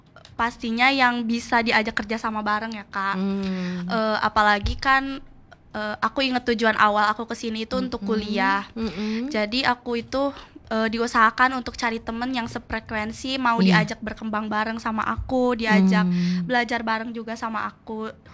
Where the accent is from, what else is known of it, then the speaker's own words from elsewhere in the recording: Palembang, South Sumatra, Indonesia; moved away as an adult; Orang Palembang.